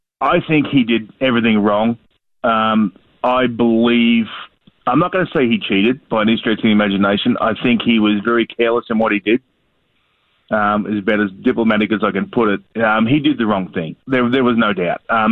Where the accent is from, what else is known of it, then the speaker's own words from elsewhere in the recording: Australia; being Australian, we have a little rivalry with the Kiwis and all that sort of stuff.